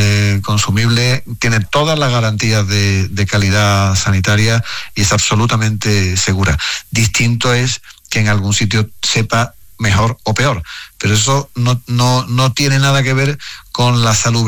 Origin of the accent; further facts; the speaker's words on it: Spain; no somos conscientes los españoles del agua que nos sale por el grifo, no somos conscientes de la calidad del agua que sale por el grifo